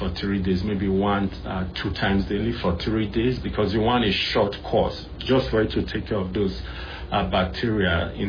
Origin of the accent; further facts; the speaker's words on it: Benin City, Edo, Nigeria; moved away as an adult; now in United States; Originally, I grew up in a place called Benin City, Nigeria. It's in West Africa. I spent all my, most of my education and some college there in Nigeria before I came to the U.S. and came to Florida in 2007.